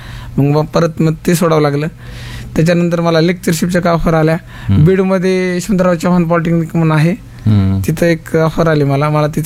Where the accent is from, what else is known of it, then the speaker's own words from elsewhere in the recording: Ambajogai, Maharashtra, India; मी proper आंबेजोगाईचा, Beed जिल्ह्यातील आंबेजोगाई गाव. हा, तिथला.